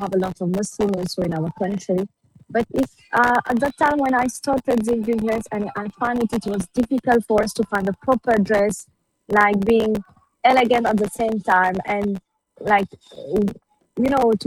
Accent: Mauritius; I'm from Mauritius and I created the brand Abaya by Zoya because we wanted modesty to be together with femininity and confidence. And we came from Mauritius and I wanted to represent Mauritius on an international platform.

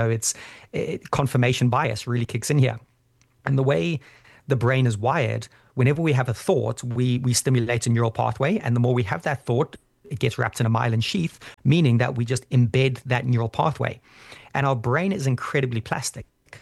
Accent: Zimbabwe; born or raised there

